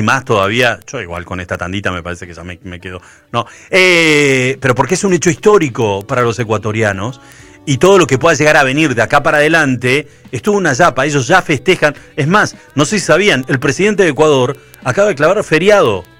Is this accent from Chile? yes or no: no; Argentina; los argentinos somos como muy zarpados a la hora de armar canciones